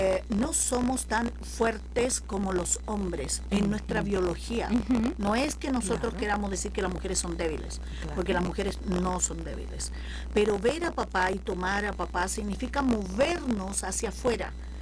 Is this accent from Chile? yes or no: yes; Chile; hablando en México, soy una terapeuta chilena